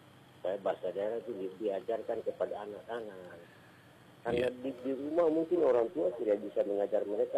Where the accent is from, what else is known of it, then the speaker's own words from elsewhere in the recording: Manokwari, West Papua, Indonesia; moved away as an adult; now in Nabire, Indonesia; Lahir di sana, besar di sana, sekolah di sana.